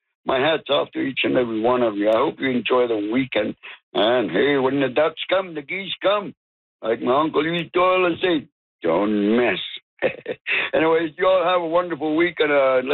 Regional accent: Ulukhaktok, Northwest Territories, Canada; born or raised there

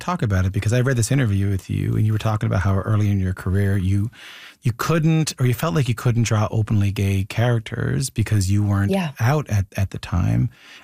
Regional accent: Canada; especially reading this as a Canadian, I learned so much about Vermont

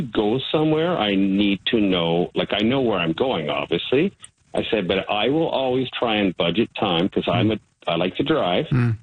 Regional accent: Ottawa Valley, Ontario, Canada; also born or lived in New Brunswick; now in Kitchener, Canada; I grew up in the Ottawa Valley, so Highway 7 through Perth.

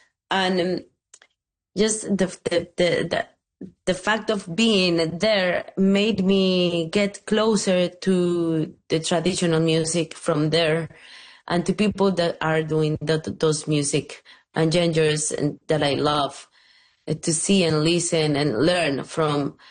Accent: Veracruz, Mexico; I grew up in Veracruz. Eventually, I wanted to go back home.

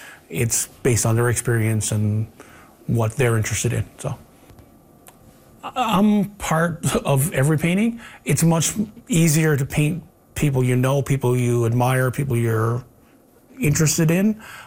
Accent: Flat Bay, Newfoundland and Labrador, Canada; now in St. John's, Canada; I'm an artist from Flat Bay, Newfoundland, and I currently live in St. John's, Newfoundland

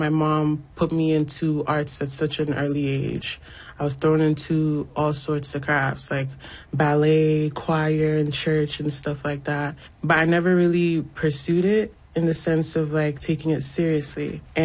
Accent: Nigeria; now in Canada; I feel like growing up in Nigeria is its own world. Stepping out of Nigeria and coming to Canada

